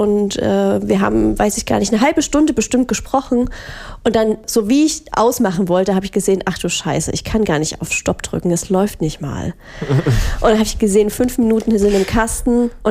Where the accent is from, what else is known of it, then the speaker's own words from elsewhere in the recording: Crimmitschau, Saxony, Germany; Ja, genau. Ich bin aus Krimmitschau hergezogen.